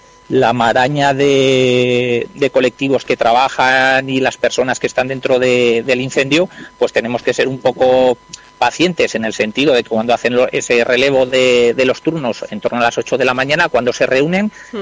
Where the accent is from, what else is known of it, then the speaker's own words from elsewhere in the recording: Huesca, Aragon, Spain; soy de Huesca